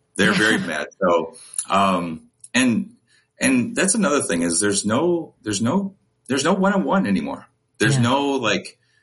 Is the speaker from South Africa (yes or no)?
no; Sandwich, Illinois, United States; also born or lived in Serena, Illinois; I grew up in Sandwich, Illinois.